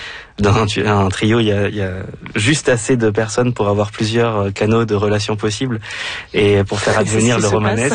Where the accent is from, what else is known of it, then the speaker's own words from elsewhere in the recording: Nancy, Grand Est, France; J'ai grandi à Nancy.